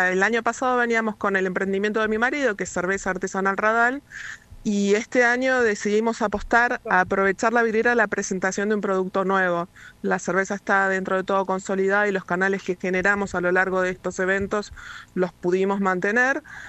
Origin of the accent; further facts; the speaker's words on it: Lago Puelo, Chubut, Argentina; yo soy de Lago Pueblo